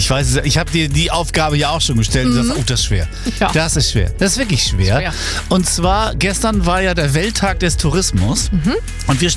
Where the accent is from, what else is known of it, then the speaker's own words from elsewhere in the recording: Lübeck, Schleswig-Holstein, Germany; born there; Ich bin ein gebürtiger Lübecker. Jede Ecke in Lübeck ist schön.